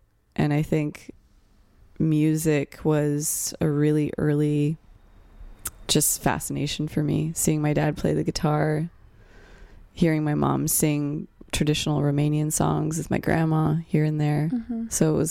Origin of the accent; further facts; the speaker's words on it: San Francisco, California, United States; I think the multicultural landscape I grew up in really influenced me. The fact that so many people from so many different backgrounds were here, and I'm hearing different languages